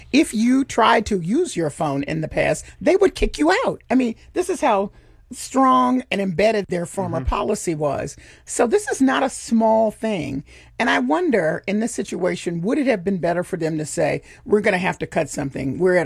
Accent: Memphis, Tennessee, United States; I don't care where it is. I'm from Memphis.

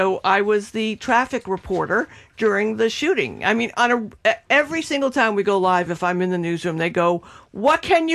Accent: Revere, Massachusetts, United States; accent: Revere; you know, I can't Thanks tell you how upset I am that I spent all this money at Emerson to get rid of my Revere accent.

